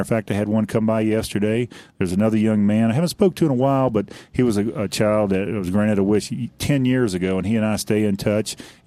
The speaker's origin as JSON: {"language": "English", "region": "the South", "country": "United States", "said": "I'm from the South, as you can probably tell, and this is really nice winter weather for us."}